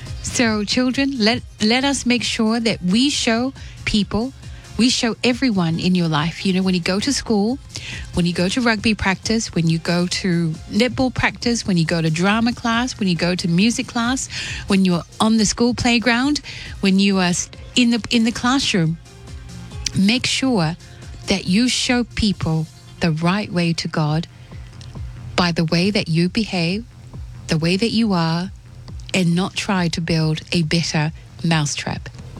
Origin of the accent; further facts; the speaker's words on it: Tonga; growing up in Tonga and growing up, of course, when I was a child and a teenager, we had them all over the house, little mousetraps.